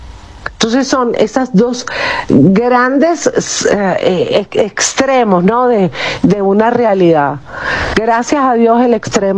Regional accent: Venezuela; yo no vivía en La Guaira, yo tuve mi vida también en La Guaira, como muchos venezolanos.

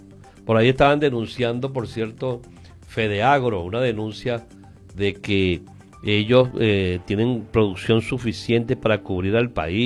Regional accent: Venezuela; nosotros como venezolanos

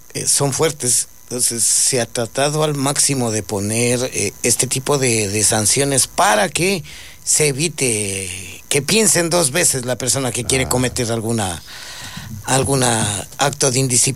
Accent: Quito, Pichincha, Ecuador; moved away as an adult; No, yo llegué de Quito hace 20 años y estoy de lleno metido en los campeonatos.

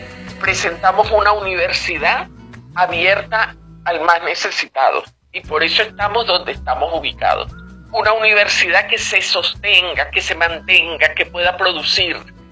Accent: Venezuela; nosotros como venezolanos

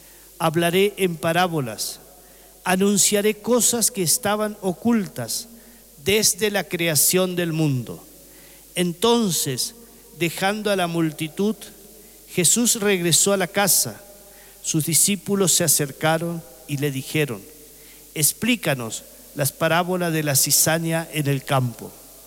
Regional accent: Argentina

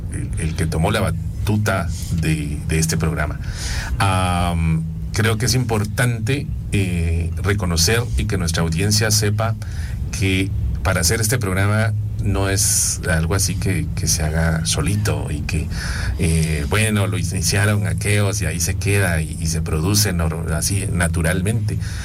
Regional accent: Guatemala; llevamos 10 años como Guatemala y como guatemaltecos discutiendo los temas que nos impactan día a día.

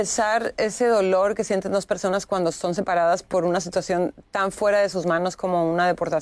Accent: Tijuana, Baja California, Mexico; Yo crecí en Tijuana, entonces siempre vimos a personas que habían sido deportadas

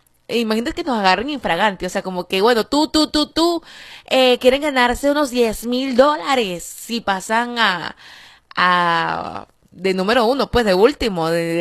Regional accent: Venezuela

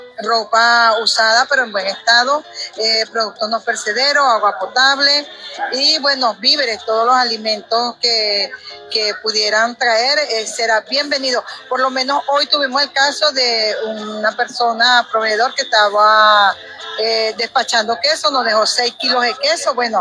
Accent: Venezuela; sé que nosotros como venezolanos somos 100% solidarios.

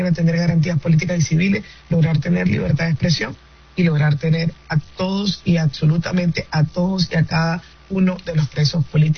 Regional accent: Zulia, Venezuela

